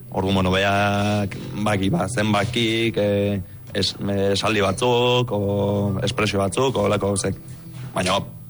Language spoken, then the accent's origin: Basque; Lazkao, Basque Country, Spain; also born or lived in Arad, Romania; Lazkao tarra esatea. Azkenako, hemen enaiz jaio, baina txiki-txikitatik hemen bizi izan naiz, hemen ditu launek, hemen dauket lana, hemen dauket dana.